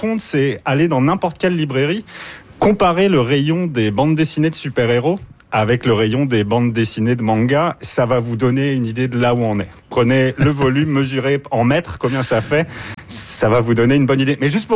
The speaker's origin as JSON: {"language": "French", "country": "France", "moved": "yes", "said": "Alors, moi, je viens de France et puis je pense qu'on est dans la position où était, ça s'entend, hein, la position où était la France"}